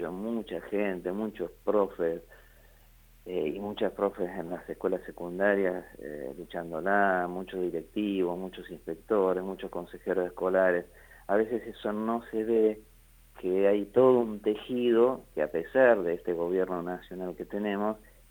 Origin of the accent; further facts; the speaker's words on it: Argentina; lo que somos como argentinos, ¿no?